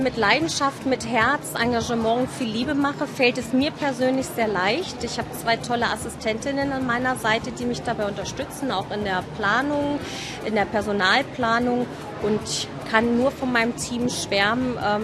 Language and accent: German; Augsburg, Bavaria, Germany; born there; now in Harz, Germany; Ich bin jetzt 42 Jahre alt. Wie gesagt, bin gebürtige Augsburgerin, also ein bayerisches Mahnl aus der Puppenkiste entstanden.